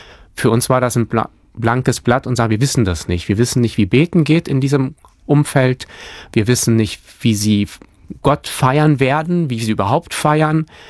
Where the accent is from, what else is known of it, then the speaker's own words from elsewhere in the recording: Hamburg, Germany; Liegt vielleicht auch am Norden, dass wir, auch der Norden ja generell etwas, ich bin ja selber Hamburger, ne?